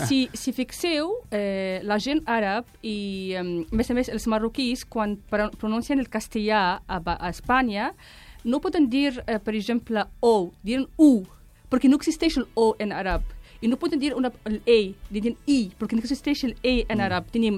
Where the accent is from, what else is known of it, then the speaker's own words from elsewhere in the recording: Ghardimaou, Jendouba Governorate, Tunisia; Catalan is a second language; also born or lived in Oviedo; now in Barcelona, Spain; És una estació de tren que està entre el meu poble i Argèlia.